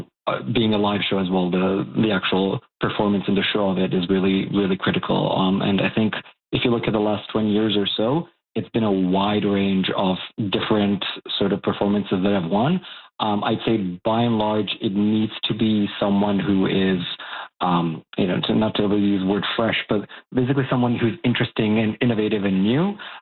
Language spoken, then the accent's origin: English; Bosnia & Herzegovina; now in Canada; So I was born and raised in Bosnia and Herzegovina.